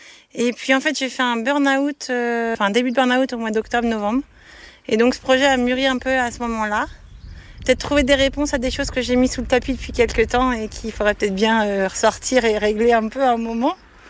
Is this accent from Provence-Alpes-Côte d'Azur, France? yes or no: no; Nantes, Pays de la Loire, France; Je suis de Nantes, entre Nantes et Saint-Nazaire, et j'ai posé mon compte épargne temps et je pars pour 2 mois.